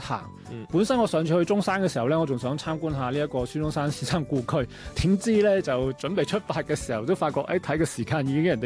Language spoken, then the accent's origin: Cantonese; Guangzhou, Guangdong, China; 我哋广州人